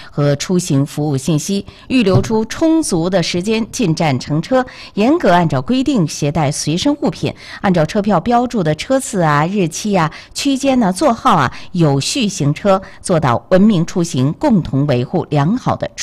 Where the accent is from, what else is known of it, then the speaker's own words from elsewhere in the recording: Jinzhou, Liaoning, China; 当然在我们家乡锦州这边土地上听到我们的节目呢，我会觉得咱们呢彼此呢离得更近是吧